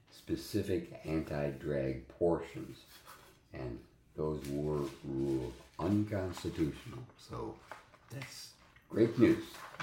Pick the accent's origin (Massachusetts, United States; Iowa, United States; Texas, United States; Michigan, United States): Michigan, United States; in Michigan, state of Michigan, my home state actually